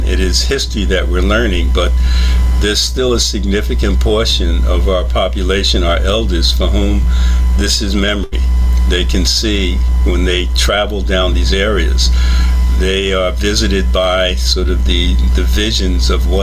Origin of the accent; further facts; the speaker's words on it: New York City, New York, United States; now in Portland, United States; I'm a New Yorker. I grew up in Bedford-Stuyvesant in Brooklyn, which has been tremendously gentrified, tremendously.